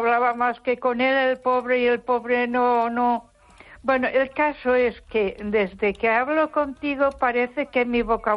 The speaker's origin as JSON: {"language": "Spanish", "town": "Ponferrada", "region": "Castile and León", "country": "Spain"}